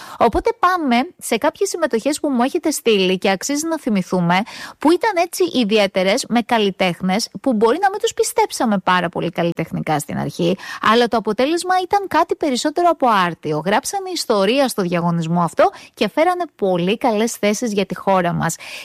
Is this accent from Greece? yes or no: yes; Greece; Αισθάνθηκα πολύ περήφανη ως Ελληνίδα